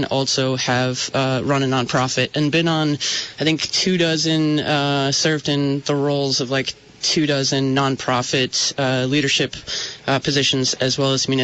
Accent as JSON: {"language": "English", "country": "United States", "tie": "born or raised there", "said": "So I grew up in the Upper Valley and went to school on Vermont State College system. I went to grad school in Seattle, moved back."}